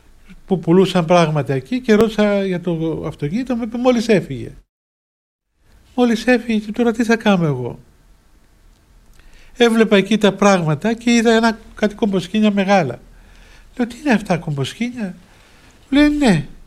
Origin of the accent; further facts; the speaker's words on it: Cyprus; γιατί θεωρούμε αλλοδαπός ως Κύπριος